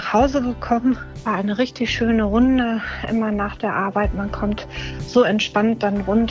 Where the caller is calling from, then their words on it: Bochum, North Rhine-Westphalia, Germany; Ich komme aus Bochum